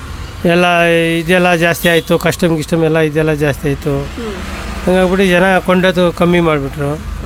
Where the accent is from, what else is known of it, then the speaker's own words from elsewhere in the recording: Sominakoppa, Karnataka, India; ಇಲ್ಲೇ ಸೋಮಿನಕೊಪ್ಪ. ಸೋಮಿನಕೊಪ್ಪನೇ ಹುಟ್ಟಿದ್ದು ಬೆಳೆದಿದ್ದು, ಶಾಲೆಗೆ ಎಲ್ಲ ಅದೇನೆ